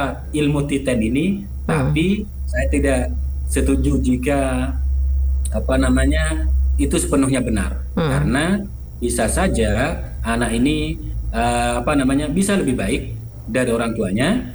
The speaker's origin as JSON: {"language": "Indonesian", "area": "Madura", "region": "East Java", "country": "Indonesia", "tie": "born there", "said": "ternyata Allah lahirkan di Madura."}